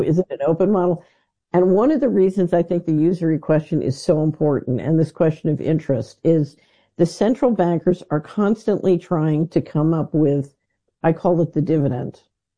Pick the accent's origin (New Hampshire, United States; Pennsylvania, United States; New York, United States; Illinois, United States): Pennsylvania, United States; Philadelphia; Yeah, I grew up in West Philadelphia.